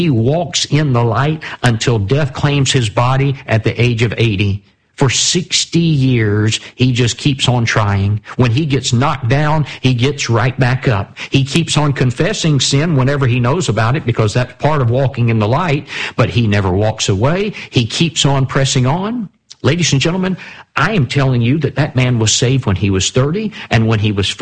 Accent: South Carolina, United States; now in Georgia, United States; I'm not from here. I'm from South Carolina.

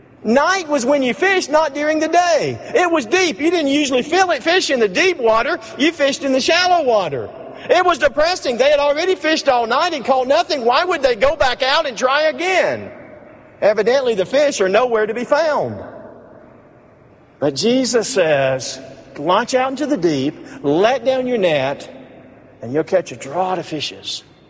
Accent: Alabama, United States; that's not the term we used when I was growing up in Alabama.

